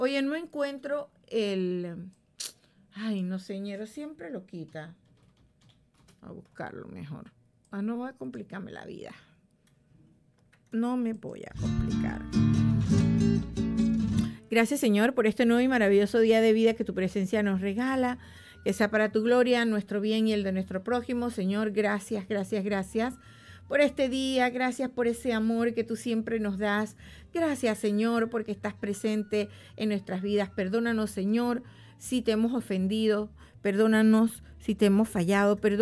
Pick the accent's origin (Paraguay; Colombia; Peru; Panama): Panama; Chitré, Herrera; moved away; por allá, por mi tierrita hermosa